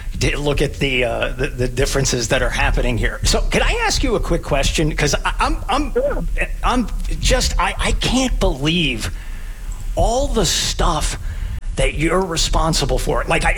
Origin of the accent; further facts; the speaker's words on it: El Paso, Texas, United States; I grew up in El Paso, Texas.